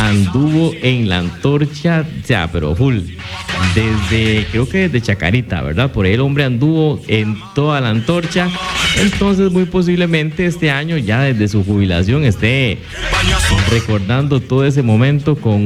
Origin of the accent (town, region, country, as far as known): Costa Rica